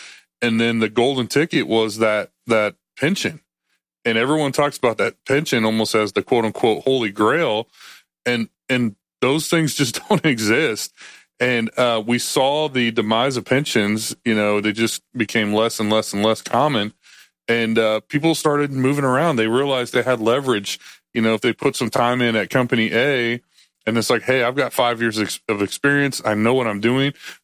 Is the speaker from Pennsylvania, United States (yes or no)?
no; Iowa, United States; I grew up in Northwest Iowa. I grew up on a farm.